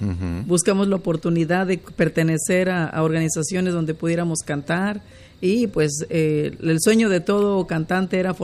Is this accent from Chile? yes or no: no; Guerrero, Mexico; moved away; Yo soy de Guerrero